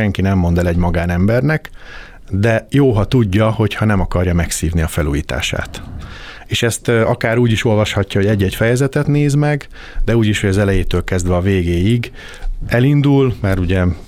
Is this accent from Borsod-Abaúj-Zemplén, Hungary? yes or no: no; Szeged, Csongrád-Csanád, Hungary; Szegedi gyerek vagyok, 50 éves elmúltam, van két csodás lányom, meg egy csodás feleségem.